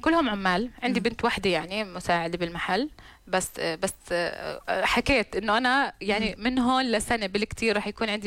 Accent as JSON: {"language": "Arabic", "town": "Irbid", "region": "Irbid Governorate", "country": "Jordan", "moved": "yes", "said": "لانه انا من اربد اصلا واهل اربد بقول احنا اولى فيك يعني انت بنتنا ولازم تفتحي عنا."}